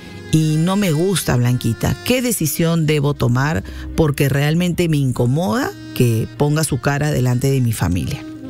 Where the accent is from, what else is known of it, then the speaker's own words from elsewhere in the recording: Callao, Peru; yo soy del Callao